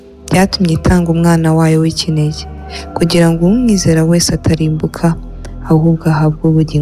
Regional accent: Rwanda; first language Kinyarwanda; Russian is a second language; Я из Руанды. Я руандика. Я прочитаю из Евангелия от Иоанна, глава 3, стих 16, на моем родном языке Кинья-Руанда.

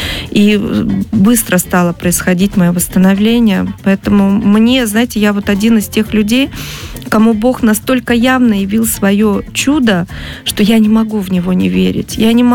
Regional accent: Buryatia, Russia; Я прошла через шаманизм. Я вообще из Республики Бурятия. Там шаманизм, буддизм, это все процветает

